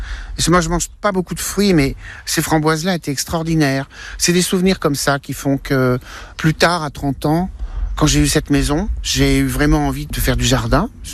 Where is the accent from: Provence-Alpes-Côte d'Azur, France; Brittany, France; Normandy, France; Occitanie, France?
Normandy, France; Barneville-Carteret; Moi, je suis né à Barneville, derrière l'église, dans une petite maison que mes parents avaient achetée après s'être mariés. Et j'ai grandi dans le bourg.